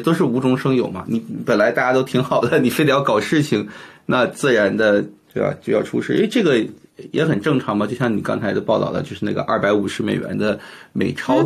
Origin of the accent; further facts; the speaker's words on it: Canada; 所以我作为加拿大人，实际上我们应该是很希望美国好的，因为美国好我们这边才好嘛